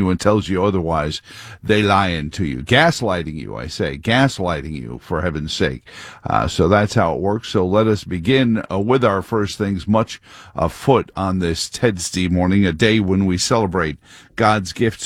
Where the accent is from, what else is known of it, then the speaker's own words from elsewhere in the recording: New York City, New York, United States; moved away; Growing up in Queens